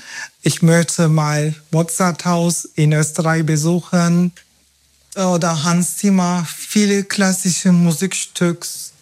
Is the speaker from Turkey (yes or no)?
yes; Turkey; German is a second language; now in Germany; Viele meiner Freunde wohnen auch nicht mehr in meinem Heimatstadt, wenn ich dahin gehe.